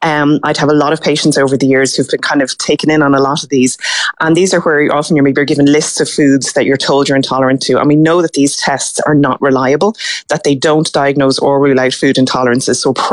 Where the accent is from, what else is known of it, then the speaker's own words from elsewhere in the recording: Brazil; now in Ireland; Yes, I'm from Brazil originally.